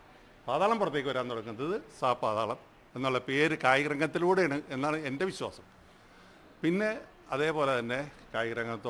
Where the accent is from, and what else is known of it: Eloor, Kerala, India; born there